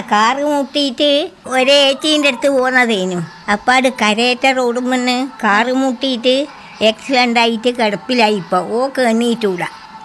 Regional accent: Mundorappoyil, Kerala, India; moved away as an adult; എന്റെ വീട് അങ്ങ് മുണ്ടോറപ്പൊയിലെന്ന് പറയും.

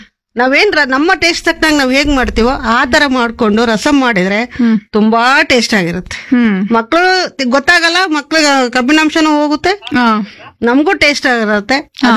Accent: Raichur, Karnataka, India; basically ನಾನ್ ಬಂದು ರಾಯಚೂರ್ ಕಡೆಯವಳು

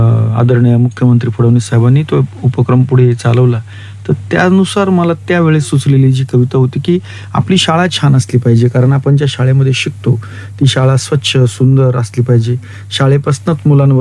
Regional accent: Niphad, Maharashtra, India; now in Nashik, India; मी मूळ सदीफडचा असल्यामुळे तसा मी कुसुमाग्रजांचा तालुक्यातला आहे

